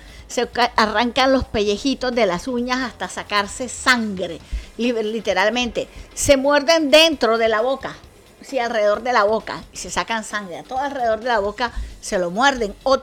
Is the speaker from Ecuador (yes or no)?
no; Colombia; first language Spanish; Los colombianos somos gente solidaria, somos gente empática y somos personas resilientes.